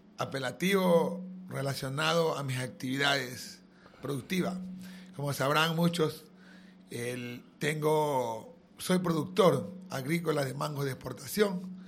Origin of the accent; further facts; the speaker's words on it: Vinces, Los Ríos, Ecuador